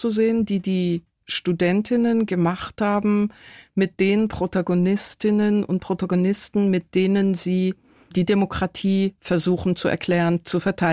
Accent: Iran; Die Männer in meiner Heimat, vor allen Dingen Männer im Iran, die den Iran regieren.

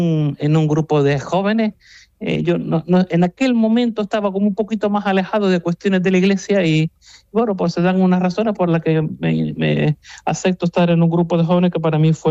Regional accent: Valsequillo de Gran Canaria, Canary Islands, Spain; ha sido el lugar donde he nacido, me he criado y ha sido una convivencia que la experimento, la valoro muy positivamente y por eso soy muy orgulloso de mi pueblo.

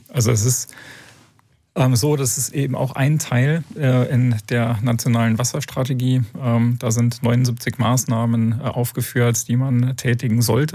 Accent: Leipzig, Saxony, Germany; meine Heimatstadt Leipzig

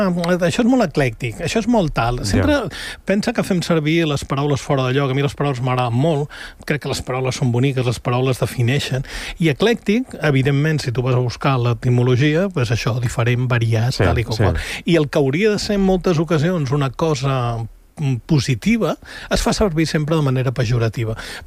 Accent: L'Ametlla del Vallès, Catalonia, Spain; el meu poble, vale? L'Ametlla del Vallès, un poble petit

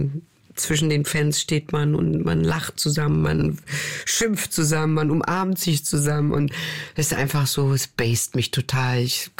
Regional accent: Berlin, Germany; Ja, es tut mir gut und es ist meine Heimat. Zahnköpenick, da bin ich groß geworden, meine ganze Familie lebt da noch und das ist mir wichtig

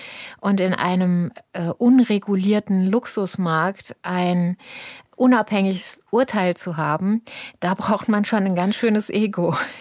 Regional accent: Cologne, North Rhine-Westphalia, Germany; also born or lived in Kaiserslautern; Und ich bin ja Kölnerin, also die meiste Zeit meines Lebens habe ich ja auch einen Wohnsitz in Köln.

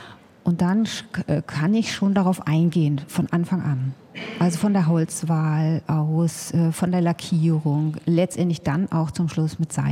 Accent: Hamburg, Germany; moved away as an adult; now in Mecklenburg, Germany; ich komme eigentlich aus Hamburg und habe da anfangs gearbeitet.

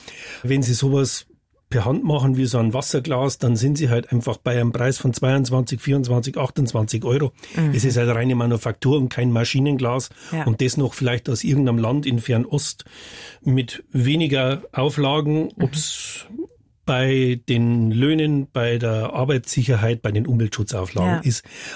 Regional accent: Frauenau, Bavaria, Germany; born or raised there

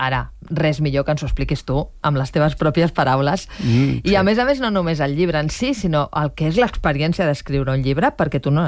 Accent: Catalonia, Spain; jo soc catalana

